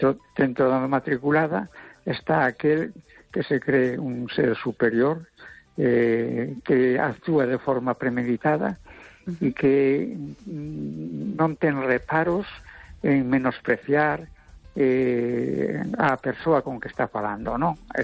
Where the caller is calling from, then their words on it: A Coruña, Galicia, Spain; de La Coruña.